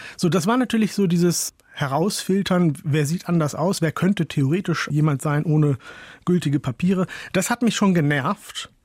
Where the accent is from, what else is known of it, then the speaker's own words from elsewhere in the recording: North Germany, Germany; Tatsächlich komme ich aus Holland-Wiel, fleht aus einem Dorf in Norddeutschland, aber das meinen die nicht.